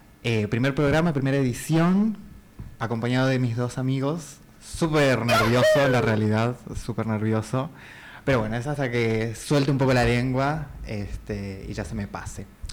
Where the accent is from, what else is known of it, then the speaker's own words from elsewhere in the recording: Salta, Argentina; moved away; me fui de vacaciones para mi pueblo, para mi ciudad, porque claramente ninguno de los tres es de acá, de ahí el nombre. Yo soy de Salta